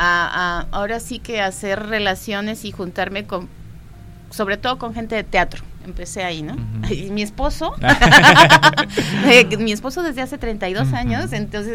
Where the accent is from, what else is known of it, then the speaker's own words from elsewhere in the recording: Morelos, Mexico; Porque además yo no soy de Ciudad de México, yo soy de Morelos.